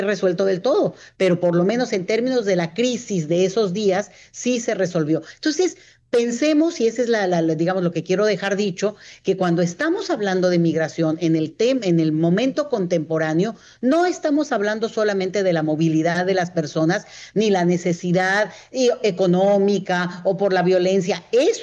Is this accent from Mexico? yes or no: yes; Mexico; y nos incluye como mexicanos, el país de más inmigración migratoria del planeta, siempre lo digo